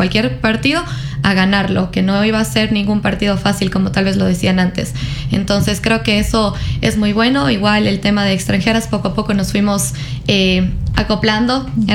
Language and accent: Spanish; Cuenca, Azuay, Ecuador; la mayoría de chicas que somos de acá de Cuenca